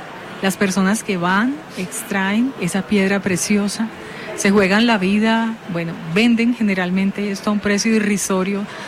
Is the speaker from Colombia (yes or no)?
yes; Colombia